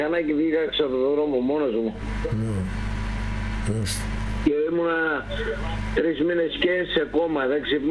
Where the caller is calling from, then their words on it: Nea Efesos, Central Macedonia, Greece; πήγα εδώ στο Στουπί, στο σταθμό εκεί.